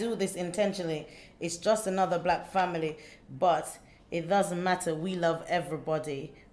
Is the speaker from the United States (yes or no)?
no; Jamaica; I'm from Jamaica.